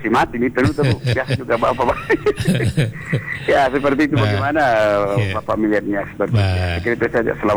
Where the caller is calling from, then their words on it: Pinrang, South Sulawesi, Indonesia; saya walaupun saya orang Pindah tapi sering turun ke Polman